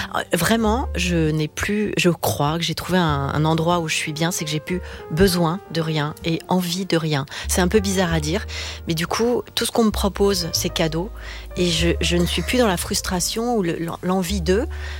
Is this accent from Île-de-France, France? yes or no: yes; Paris, Île-de-France, France; Je suis parisienne